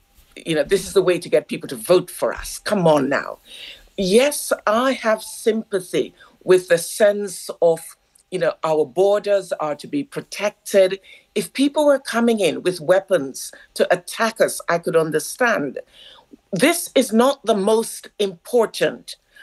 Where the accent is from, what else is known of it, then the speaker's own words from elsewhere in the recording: United Kingdom; British people